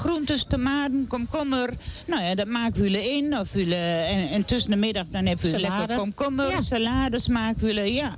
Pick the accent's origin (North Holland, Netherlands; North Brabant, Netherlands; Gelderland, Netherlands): Gelderland, Netherlands; Ik ben in Willep Achterhoek geboren.